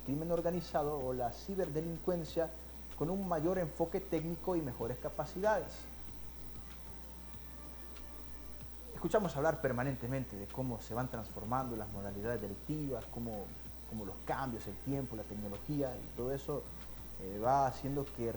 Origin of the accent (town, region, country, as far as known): Honduras